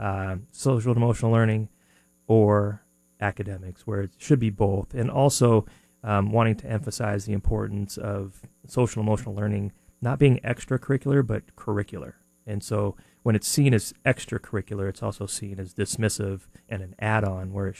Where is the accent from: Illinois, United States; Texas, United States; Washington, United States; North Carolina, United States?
Washington, United States; Spokane; now in Seattle, United States; growing up in Spokane was definitely a learning experience.